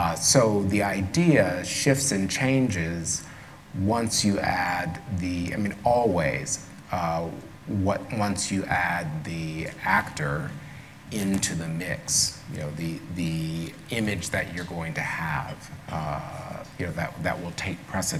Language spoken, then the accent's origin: English; Akron, Ohio, United States; It was Akron. I mean, it was, you know, it was growing up on I spoke of this last night. Growing up on Avalon Avenue, which was a dead-end street that dead-ended into the football field of Buchtel High School.